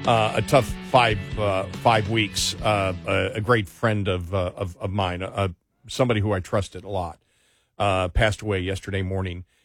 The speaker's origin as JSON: {"language": "English", "town": "Buffalo", "region": "New York", "country": "United States", "said": "we're from Buffalo, we root for the Bills, but we live here."}